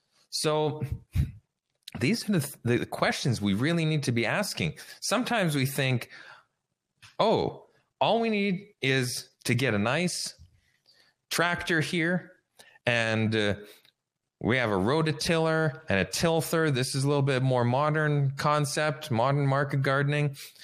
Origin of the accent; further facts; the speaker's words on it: Saskatchewan, Canada; moved away; back where I grew up in Saskatchewan